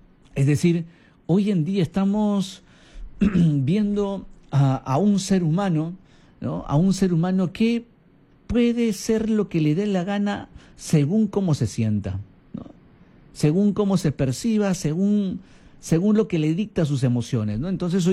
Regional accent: Peru; estamos perdiendo el sentido de identidad como peruanos, como católicos

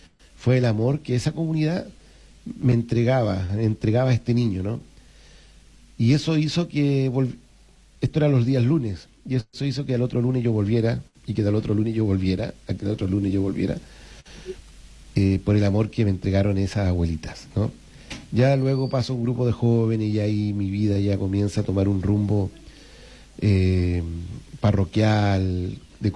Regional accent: Valparaíso, Chile; Yo soy de Valparaíso, del puerto de acá de Valparaíso, aquí en la quinta región de Chile.

